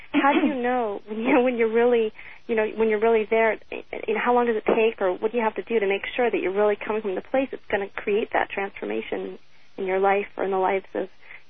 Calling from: Los Angeles, California, United States; I'm calling from West L.A.

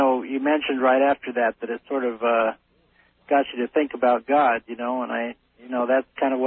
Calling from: Phoenix, Arizona, United States; I'm calling from Phoenix.

